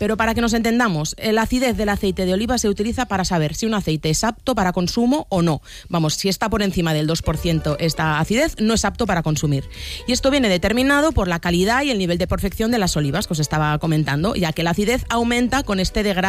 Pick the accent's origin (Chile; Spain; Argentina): Spain